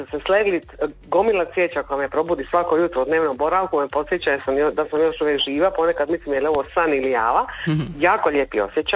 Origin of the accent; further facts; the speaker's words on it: Sinj, Split-Dalmatia County, Croatia; ja sam rodom iz svog Sinja